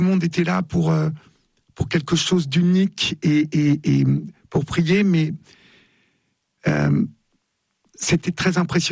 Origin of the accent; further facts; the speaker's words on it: Paris, Île-de-France, France; Je suis parisien et donc je vois, j'habite à Paris